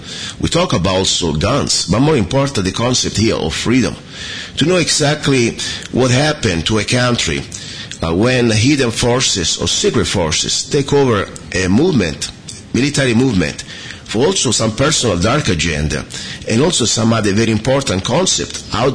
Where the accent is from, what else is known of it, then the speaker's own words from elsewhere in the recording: Italy; moved away as an adult; now in United States; Now, I'm from Italy, as you know. I came to America about 19 years ago. And I grew up in Italy.